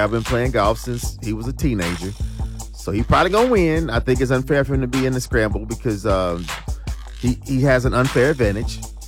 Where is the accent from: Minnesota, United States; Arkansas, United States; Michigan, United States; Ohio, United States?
Arkansas, United States; Dumas; But let me shout out my hometown. I got to shout out. I know Dumas got their alumni weekend.